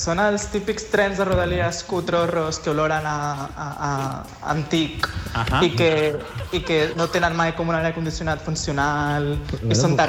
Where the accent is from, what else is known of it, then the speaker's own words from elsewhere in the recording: Catalonia, Spain; Perquè jo soc del Maresme.